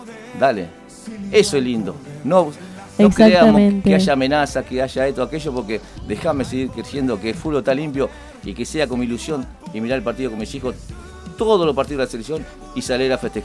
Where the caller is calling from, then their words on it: Argentina; nosotros como argentinos